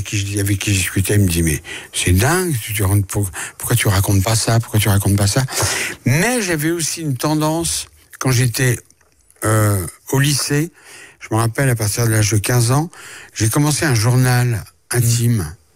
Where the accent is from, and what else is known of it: France; born there